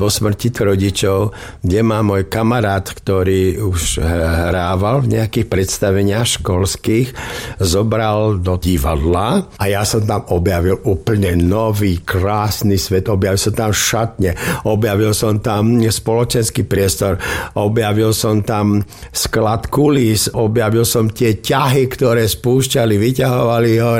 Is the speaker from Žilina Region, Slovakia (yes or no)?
no; Senica, Trnava Region, Slovakia; born there; Ja som sa narodil doma v Senici, ale bývam na 17. mieste v Senici.